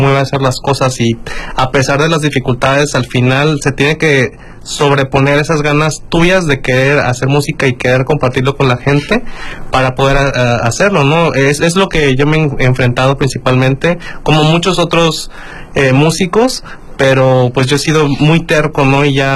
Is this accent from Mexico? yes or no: yes; La Paz, Baja California Sur, Mexico; moved away as an adult; also born or lived in Mexico City; Ambos somos de La Paz, California